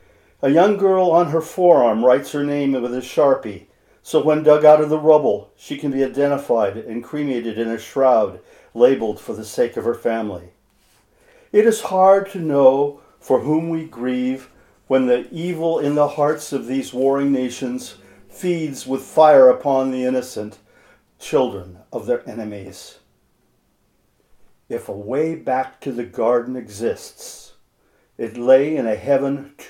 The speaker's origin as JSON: {"language": "English", "town": "Cottage Grove", "region": "Oregon", "country": "United States", "said": "I'm a poet from Cottage Grove, Oregon."}